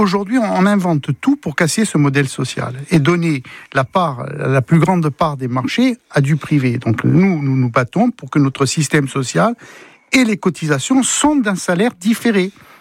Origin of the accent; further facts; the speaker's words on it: Corsica, France; Chez nous en Corse